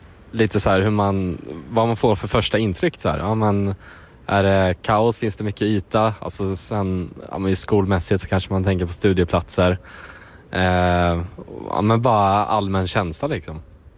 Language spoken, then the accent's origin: Swedish; Norrköping, Östergötland, Sweden; jag är ju personligen från Norrköping. Född och uppväxt här.